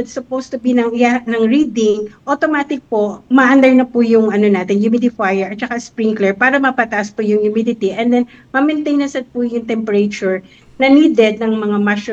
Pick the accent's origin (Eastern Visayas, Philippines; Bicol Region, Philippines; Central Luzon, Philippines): Central Luzon, Philippines; Yes po, taga-Bulacan po ako okay before. Po. During my childhood years po. So, elementary ko po, sa Bulacan po ako.